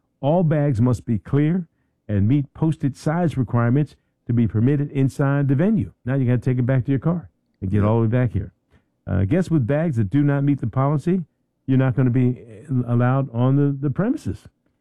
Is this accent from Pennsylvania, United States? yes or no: yes; Philadelphia, Pennsylvania, United States; You look at me, you know I'm from North Philly.